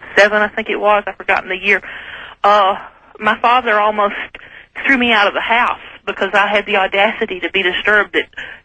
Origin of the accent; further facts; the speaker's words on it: Alabama, United States; moved away; Okay, I'm in Georgia, but at that time I was born and raised in North Alabama, Coleman County.